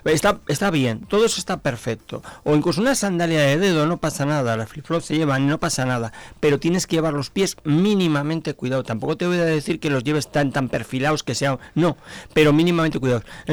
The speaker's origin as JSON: {"language": "Spanish", "town": "Pamplona", "region": "Navarre", "country": "Spain", "moved": "yes", "lives_now": "Zamora, Spain", "said": "como soy de Pamplona, aunque llevo aquí, ya soy zamorano."}